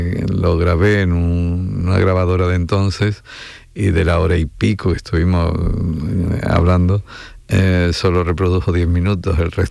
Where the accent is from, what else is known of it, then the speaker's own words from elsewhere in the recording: Algeciras, Andalusia, Spain; Paco y yo nacimos con 11 años de diferencia, pero a 3 calles de distancia en el mismo barrio de Algeciras